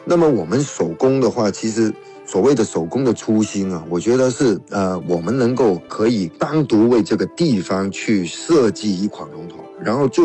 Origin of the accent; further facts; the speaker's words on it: Guangzhou, Guangdong, China; 因为我们广州这边的龙舟呢是在一些狭窄的河冲里面去划